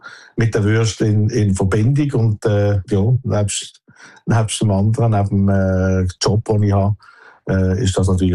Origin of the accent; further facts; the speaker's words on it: Switzerland; weil ich bin halt Schweizer und ich kann nicht aufgeben